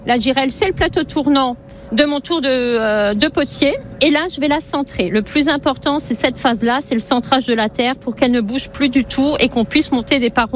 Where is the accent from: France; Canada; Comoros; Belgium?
France; Grand Est; je suis originaire du côté de Saint-Avold